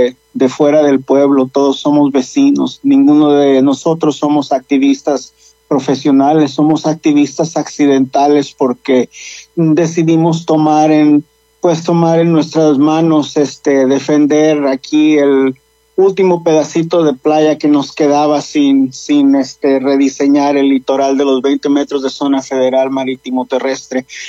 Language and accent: Spanish; Punta de Mita, Nayarit, Mexico; somos pobladores de aquí, de Punta de Mita